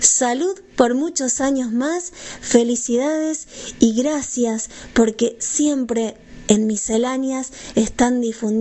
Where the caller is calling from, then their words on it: Pilar, Buenos Aires Province, Argentina; cantora de Pilar, provincia de Buenos Aires